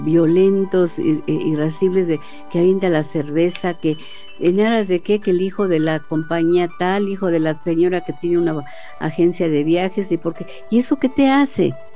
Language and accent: Spanish; Mexico; debemos aterrizar como mexicanos